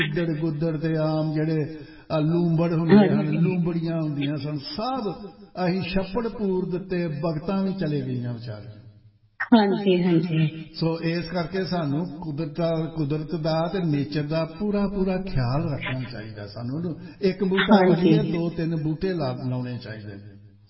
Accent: Punjab, India; ਸਾਡਾ ਜਿਹੜਾ ਪਿੰਡ ਹੈ ਨਾ, ਸਾਡਾ ਪਿੰਡ ਹੈ ਬਟਾਲੇ ਦੇ ਲਾਗੇ, ਕਾਨੂੰ ਆਉਣ ਵਾਲੀ ਸੜਕ, ਉੱਥੇ ਟਿੱਬੇ ਹੁੰਦੇ ਸਨ

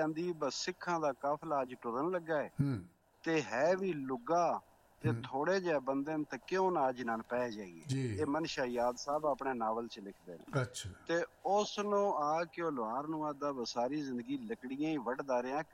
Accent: Mandi Bahauddin, Punjab, Pakistan; ਉਹ ਮੇਰੇ ਜ਼ਿਲ੍ਹੇ ਦੀ ਹੈ ਅੰਮ੍ਰਿਤਾ ਪ੍ਰੀਤਮ, ਮੰਡੀ ਬਾਉਦੀਨ ਦੀ।

